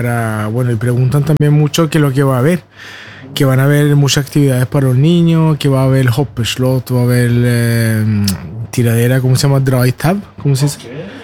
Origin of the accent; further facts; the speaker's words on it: Chile; Como yo también soy chileno, pero también tengo muchos amigos latinos